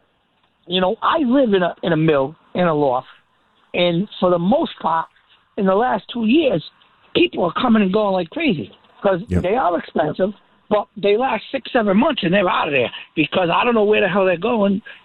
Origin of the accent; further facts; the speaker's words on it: Providence, Rhode Island, United States; I grew up in Providence my whole life. I lived there for 59 years.